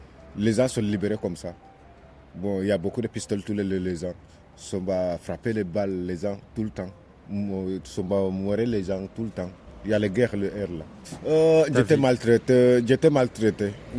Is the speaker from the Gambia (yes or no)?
yes; Gambia; French is a second language; moved away as an adult; also born or lived in Italy / Libya / Niger; now in Marseille, France; J'ai venu depuis Gambie.